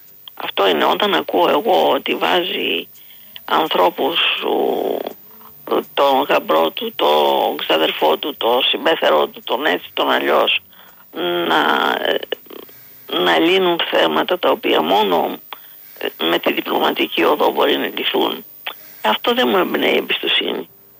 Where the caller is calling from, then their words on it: Crete, Greece; παρόλο που είμαστε από Κρήτη